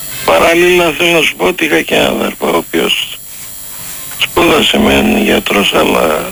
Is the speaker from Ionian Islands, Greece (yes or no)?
no; Thessaloniki, Central Macedonia, Greece; γεννήθηκα στην Άνω Πόλη στα Κάστρα.